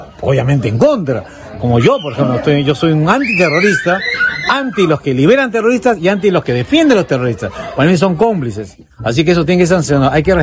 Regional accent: Peru; Todos somos peruanos.

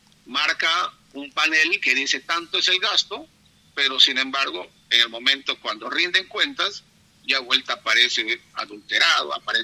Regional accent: Tocache, San Martín, Peru; born there; soy de Tocache, vivo en Tocache, soy un profesional hecho en Tocache, mis hijos son de Tocache, mis padres son de Tocache

